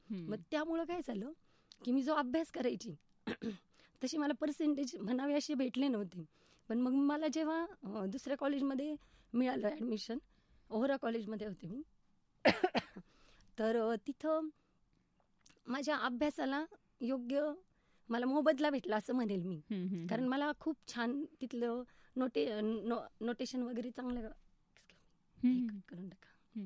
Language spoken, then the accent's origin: Marathi; Sangamner, Maharashtra, India; मी मूळची तशी संगमनेरची, माझा जन्म संगमनेरला झाला आहे आणि माझं बालपणही संगमनेरमध्येच गेलं। आणि विशेष म्हणजे माझं आईचं माहेर आणि सासर एकच आहे, त्यामुळे माझं सगळंच संगमनेरमध्ये, म्हणजे संगमनेर सोडून दुसरं काहीच नव्हतं।